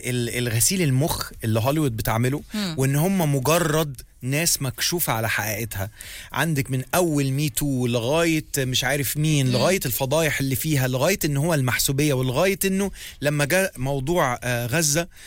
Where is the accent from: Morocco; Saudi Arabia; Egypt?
Egypt; يمكن عندنا في مصر نزل بشكل مكثف, بس في أمريكا في كل السينمات هو ما عملش أي, ما نزلش كتير.